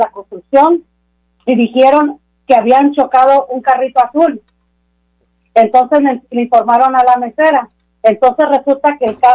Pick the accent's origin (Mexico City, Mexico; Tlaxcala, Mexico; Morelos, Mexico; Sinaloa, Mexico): Sinaloa, Mexico; now in Washington, United States; Sinaloa, así hablamos nosotros.